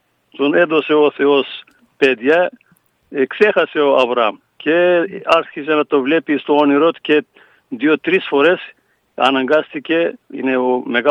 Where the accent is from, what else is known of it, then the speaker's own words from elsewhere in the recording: Sidiro, Eastern Macedonia and Thrace, Greece; θα είμαι και εγώ στο χωριό μου